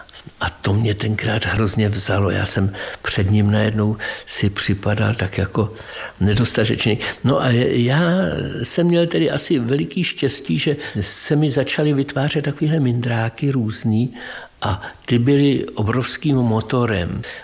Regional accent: Prague, Czechia; Byli jsme oba ze Spořilova

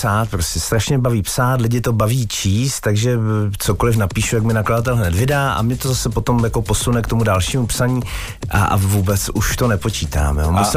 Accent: Sudetenland, Czechia; jsem ze Sudet, jsem Sudeťák, prostě jsem z té oblasti

